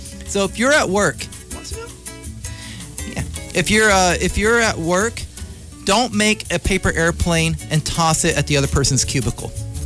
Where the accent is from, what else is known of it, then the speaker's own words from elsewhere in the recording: Vallejo, California, United States; The thing is, I don't disagree. I am a bumpkin from Vallejo, and I love hamburgers.